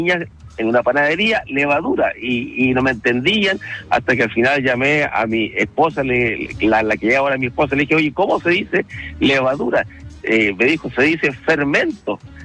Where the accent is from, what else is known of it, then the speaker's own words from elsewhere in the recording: Chile; now in São Paulo, Brazil; Bueno, yo soy chileno, obviamente, pero vivo en Sao Paulo, en una ciudad que se llama San Lorenzo de Turbo. Allá está mi familia, mi hija.